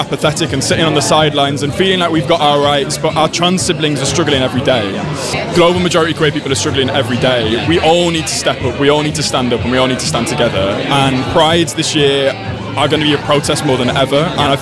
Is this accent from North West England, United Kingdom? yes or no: yes; Bolton, North West England, United Kingdom; I grew up in Bolton, so it's sort of great, a Mancunian.